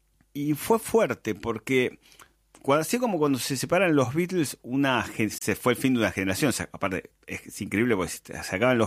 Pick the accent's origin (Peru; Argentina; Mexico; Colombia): Argentina; somos egoístas, somos argentinos